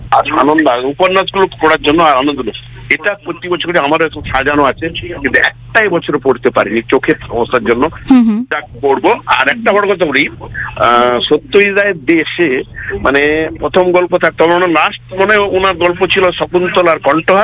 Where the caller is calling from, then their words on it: Kharagpur, West Bengal, India; খড়গপুর থেকে